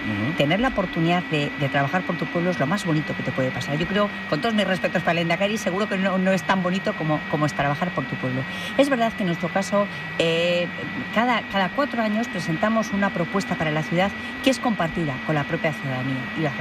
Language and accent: Spanish; Barakaldo, Basque Country, Spain